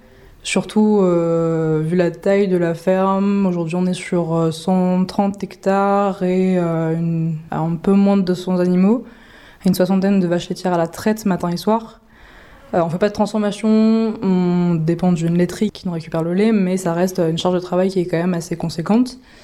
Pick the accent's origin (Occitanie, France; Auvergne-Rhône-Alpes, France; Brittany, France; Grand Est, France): Grand Est, France; j'ai 22 ans. Je viens d'Alsace, un petit peu au sud de Strasbourg, où je suis née, où j'ai grandi